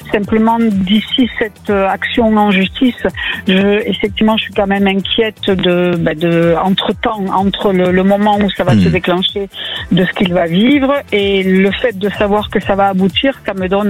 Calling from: Occitanie, France; J'appelle de la Haute-Garonne.

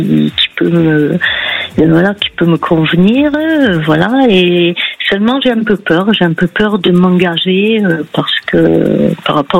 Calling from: Occitanie, France; Du département du Gard.

